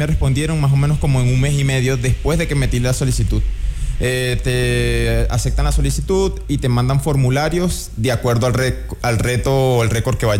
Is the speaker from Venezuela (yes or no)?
yes; Venezuela; moved away as an adult; now in Baños, Ecuador; yo soy de Venezuela.